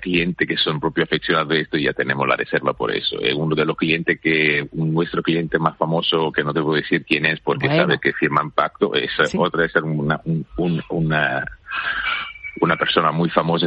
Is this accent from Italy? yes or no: yes; Italy; Spanish is a second language